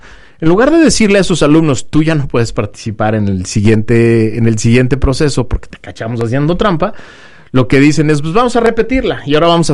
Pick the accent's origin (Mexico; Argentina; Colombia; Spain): Mexico